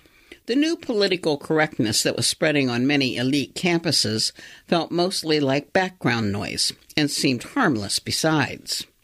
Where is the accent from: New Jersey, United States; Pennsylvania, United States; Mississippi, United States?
Pennsylvania, United States; I grew up outside Harrisburg, Pennsylvania, another deindustrialized, permanently revitalizing urban center